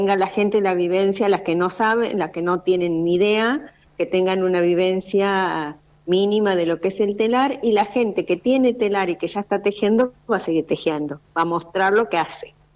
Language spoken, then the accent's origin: Spanish; Argentina; somos de Carmen de Patagones y de Viedma. Es una agrupación mapuche